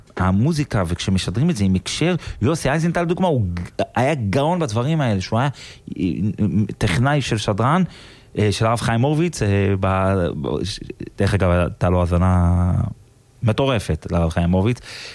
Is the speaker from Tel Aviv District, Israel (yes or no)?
yes; Bat Yam, Tel Aviv District, Israel; אני גדלתי בבת ים, בשליחות